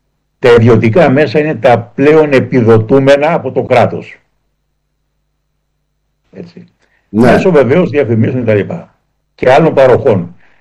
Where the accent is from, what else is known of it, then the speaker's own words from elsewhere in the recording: Kalamata, Peloponnese, Greece; έχω την τύχη, έτσι, γιατί τύχη λέει, είναι, να είμαι από την Καλαμάτα και να έχω εκεί σπίτι κτλ.